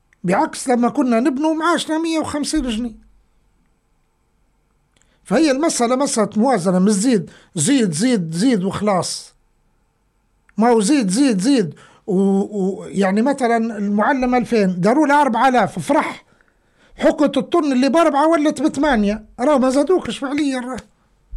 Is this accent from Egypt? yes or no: no; Libya; لكن إحنا ليبيين